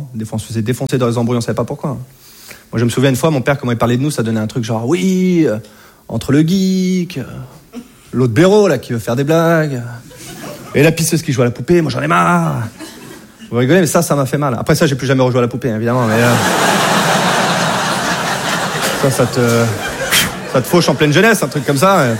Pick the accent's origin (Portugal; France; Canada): France; Hauts-de-France; moved away as an adult; now in Paris, France; Je viens de Picardie. Et maintenant, je vis à Paris. Je suis venu à Paris faire mes études.